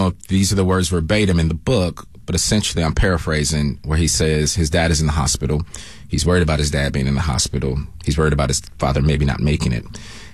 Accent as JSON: {"language": "English", "region": "England", "country": "United Kingdom", "said": "Listen, I'm an English guy."}